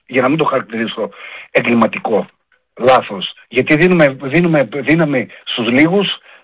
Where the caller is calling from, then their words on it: Greece; θεωρώ ότι είμαι Έλληνας